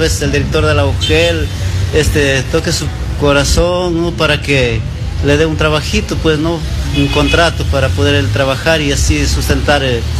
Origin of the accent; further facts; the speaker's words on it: Santa Rosa, Cajamarca, Peru; now in Villarrica, San José de Lourdes, Peru; mi lugar de nacimiento, yo soy de Santa Rosa y acá de Jaén, ¿no?, natural de esta zona.